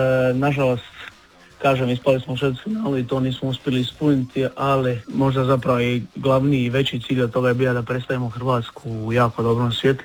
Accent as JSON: {"language": "Croatian", "town": "Šibenik", "region": "Šibenik-Knin County", "country": "Croatia", "said": "i ja sam iz Šibenika."}